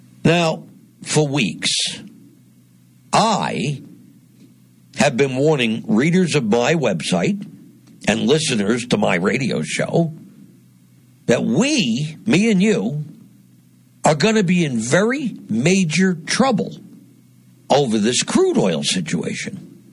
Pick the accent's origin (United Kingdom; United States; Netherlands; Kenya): United States; New Jersey; born there; now in Northeast Pennsylvania, United States; my home state of New Jersey